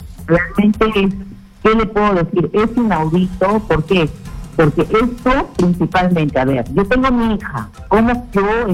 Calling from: Chosica, Lima, Peru; señor, de Chosica llamo.

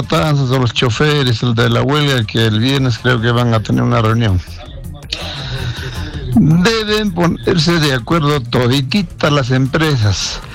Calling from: Puno, Peru

